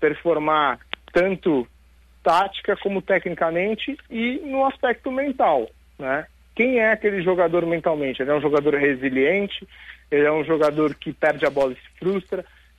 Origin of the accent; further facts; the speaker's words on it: Brazil; A gente tem, né, como brasileiro, a gente já tem no nosso DNA o futebol.